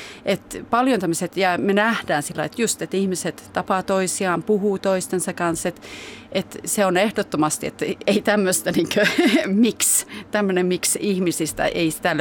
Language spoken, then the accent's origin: Finnish; Hallstahammar, Västmanland, Sweden; Ja mä oon Hallstahammerista kotoisin ja todella semmoinen Suomi-seuran kasvatti, että Suomi-seuran kautta on tehnyt kaikkea teatterista, yleisurheiluun ja poliittisesti nuorisojaostossa.